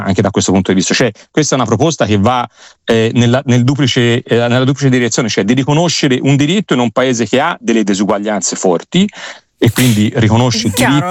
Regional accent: Tuscany, Italy; Io vengo dalla Toscana, quindi sono contentissimo che la mia regione abbia già si sia già attivata in questo senso

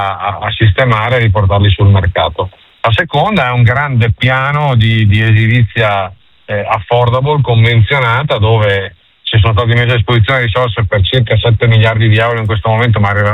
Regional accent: Padua, Veneto, Italy; Io sono padovano

